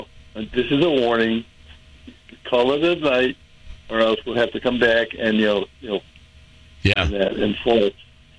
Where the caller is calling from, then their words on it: Boston, Massachusetts, United States; I live in the Hyde Park section of Boston.